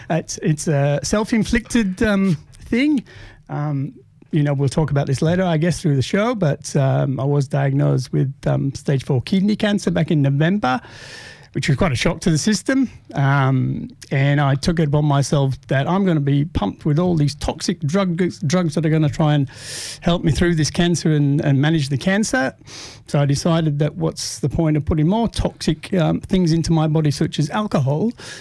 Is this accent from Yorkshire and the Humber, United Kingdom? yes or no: yes; Huddersfield, Yorkshire and the Humber, United Kingdom; I was. Local boy.